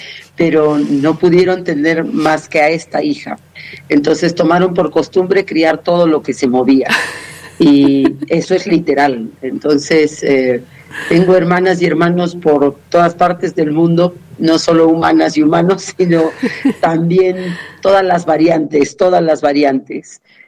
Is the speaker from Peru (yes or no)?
yes; Cusco, Peru; also born or lived in Lima; mi lugar es la montaña, entonces me trajeron a los días de nacida, pues, al lugar donde ellos vivían, el Cusco.